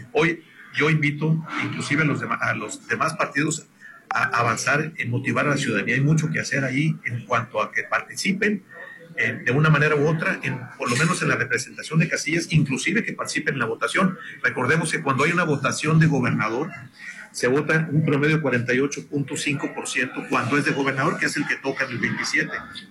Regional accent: Sinaloa, Mexico; soy sinaloense, yo estoy por mi estado, obviamente.

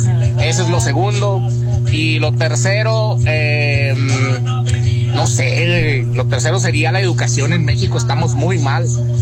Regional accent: Cuba; Los quiero ver triunfar a pesar de que yo soy de Cuba.

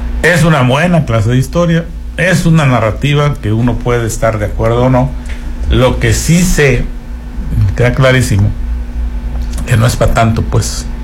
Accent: Mexico

